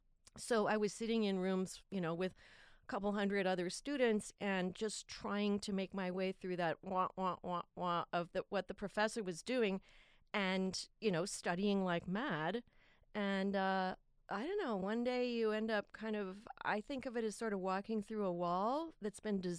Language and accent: English; Midwest, United States; You know, I came from the Midwest.